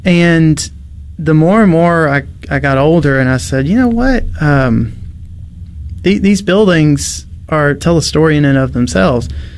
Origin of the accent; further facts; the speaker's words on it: Vicksburg, Mississippi, United States; So I grew up in Vicksburg, so I'm just surrounded by history.